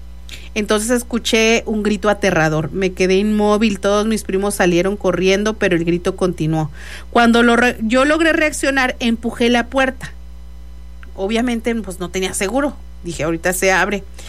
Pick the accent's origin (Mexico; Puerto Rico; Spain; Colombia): Mexico; Guadalajara, Jalisco; now in Saltillo, Mexico; Yo soy de Guadalajara, pero yo tengo muchos años ya viviendo aquí en Saltillo.